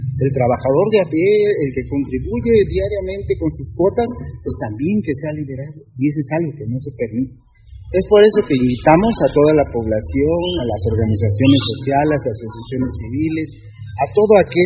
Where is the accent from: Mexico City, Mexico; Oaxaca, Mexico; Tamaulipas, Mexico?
Oaxaca, Mexico; nosotros somos del estado de Oaxaca